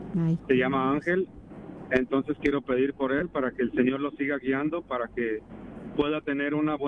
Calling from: Hesperia, California, United States; de Hesperia.

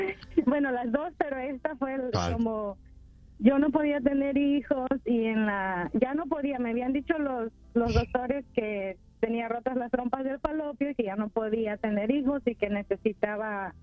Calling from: Chicago, Illinois, United States; yo soy de Chicago, estoy en Lake Zurich

